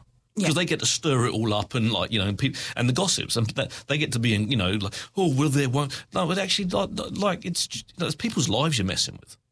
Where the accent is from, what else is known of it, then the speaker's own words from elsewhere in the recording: United Kingdom; I spend all day drinking tea because I'm British.